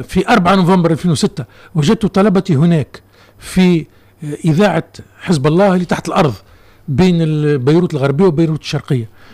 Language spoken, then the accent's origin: Arabic; Tunisia; عندنا في تونس